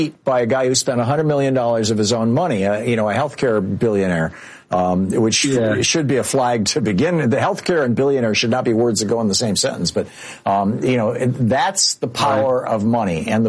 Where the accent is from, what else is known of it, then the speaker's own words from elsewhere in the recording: Grand Rapids, Michigan, United States; born there; Yeah, I was born in Grand Rapids.